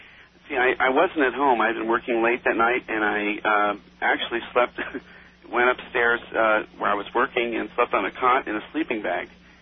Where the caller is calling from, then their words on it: Los Angeles, California, United States; I'm in Los Angeles.